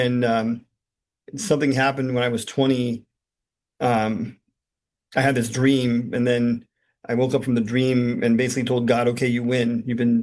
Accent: Pasadena, California, United States; I was born and raised in California. My formative years, I guess, were at St. Anthony's in Pasadena

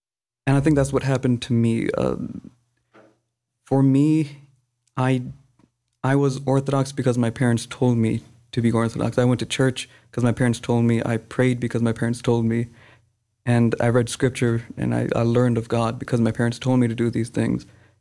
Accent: Philadelphia, Pennsylvania, United States; Philadelphia.

